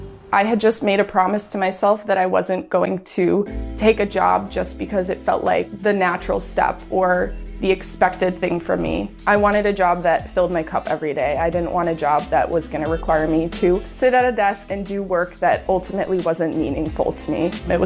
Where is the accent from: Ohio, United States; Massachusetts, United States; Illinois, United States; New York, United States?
Illinois, United States; I grew up in the Chicago suburbs and I studied civil engineering at Iowa State University.